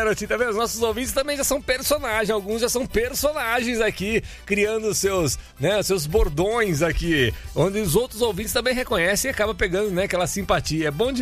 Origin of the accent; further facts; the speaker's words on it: Araras, São Paulo, Brazil; mandar um bom dia aqui pro meu amigo lá em Araras, da minha terra natal.